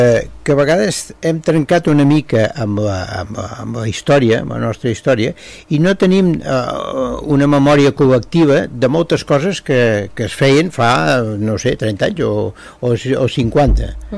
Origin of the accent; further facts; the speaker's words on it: Castellgalí, Catalonia, Spain; born there; No, simplement, no, perquè jo sóc nascut a Castellgalí.